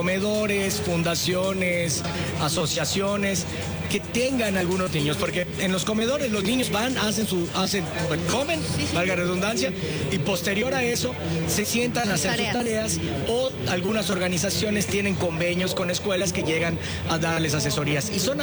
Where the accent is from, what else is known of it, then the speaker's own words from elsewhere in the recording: Mérida, Yucatán, Mexico; born there; somos yucatecos y meridanos de nacimiento.